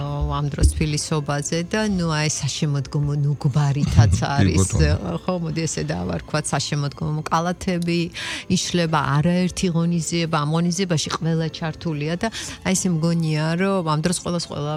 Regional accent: Tbilisi, Georgia; მე ძირძველი თბილისელი ვარ თაობებით მსოლოვაკელი ვარ

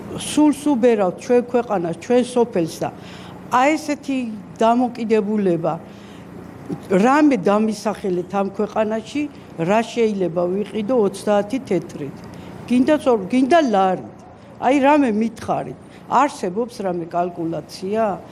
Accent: Kakheti, Georgia; მე მაინც კახელი ვარ

